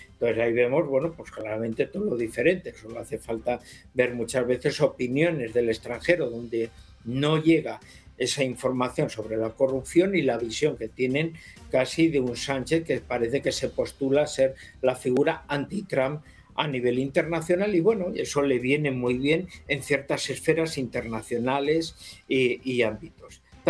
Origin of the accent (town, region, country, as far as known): Spain